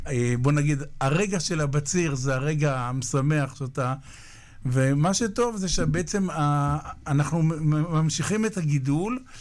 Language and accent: Hebrew; Mishmar Ayalon, Central District, Israel; born there; also born or lived in Kfar Shmuel; אני נולדתי במשמר איילון, מושב ליד כפר שמואל שביקרת